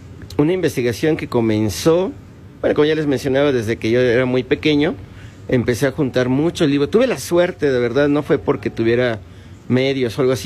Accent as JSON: {"language": "Spanish", "country": "Mexico", "said": "Soy el autor mexicano con más libros sobre el tema de vampiros publicados."}